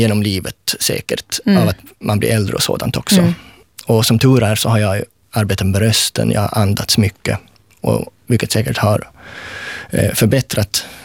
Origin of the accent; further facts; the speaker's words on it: Sweden; accent: rikssvenska; now in Finland; när jag talar så finns det rikssvenska betoningarna kvar, som ibland också sipprar lite mot det finlandssvenska.